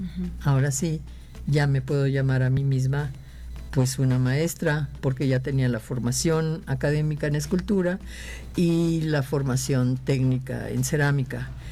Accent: Yucatán, Mexico; moved away; como yo vengo de Yucatán y en Yucatán nada es chiquito

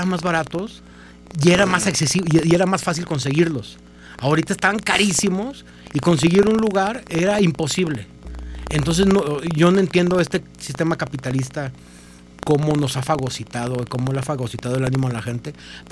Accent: Mexico; yo creo que nunca voy a ver un Mundial en mi tierra

